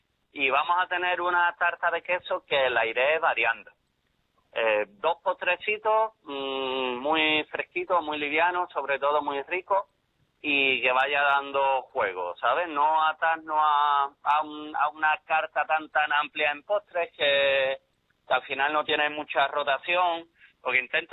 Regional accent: Cádiz, Andalusia, Spain; yo soy de Cádiz, 4 veces.

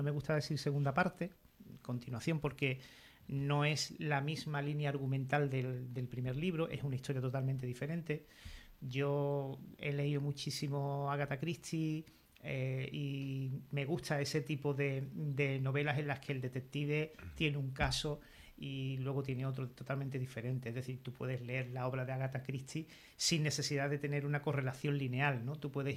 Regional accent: Cádiz, Andalusia, Spain; los que somos de Cádiz

